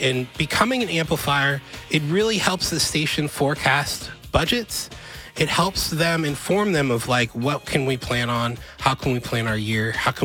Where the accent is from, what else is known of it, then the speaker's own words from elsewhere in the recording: the Bay Area, California, United States; moved away as an adult; now in Seattle, United States; I've been all around this country. I grew up in the Bay Area. The first time I moved to Seattle